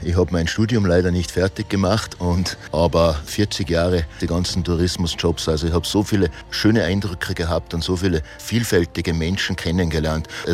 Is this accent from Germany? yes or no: no; St. Johann, Austria; Ich komme aus St. Johann, ich wurde hier geboren und habe eigentlich mein ganzes Leben hier gelebt